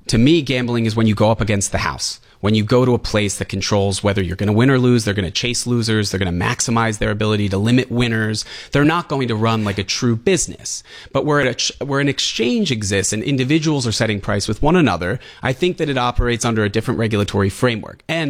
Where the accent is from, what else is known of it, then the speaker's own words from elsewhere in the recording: New York, United States; I mean, as both a New Yorker and a lawyer, I'm alarmed by the overreaching sentiment